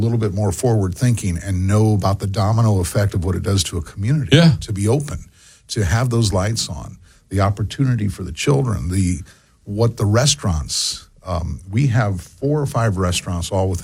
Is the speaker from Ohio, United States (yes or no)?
yes; Ohio, United States; And I'm from Northwest Ohio, and the city that I was born and raised, they had three of them.